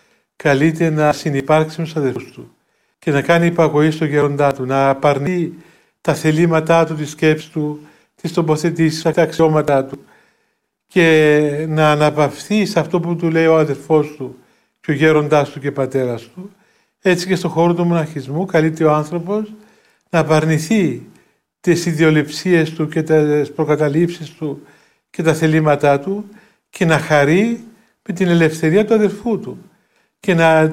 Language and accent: Greek; Greece; είμαστε Έλληνες